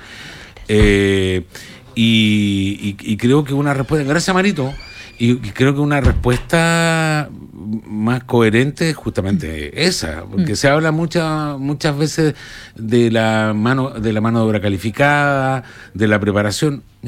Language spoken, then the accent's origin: Spanish; Magallanes and Chilean Antarctica, Chile; moved away; yo vengo de la región de Magallanes, por lo tanto ahí se explotaba el petróleo, ¿no?